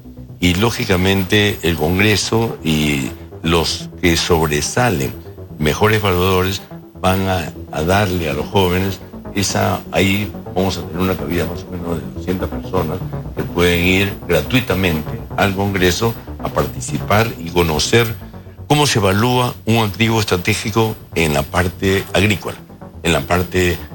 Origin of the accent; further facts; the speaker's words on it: Callao, Peru; yo soy independiente, yo soy chalaco.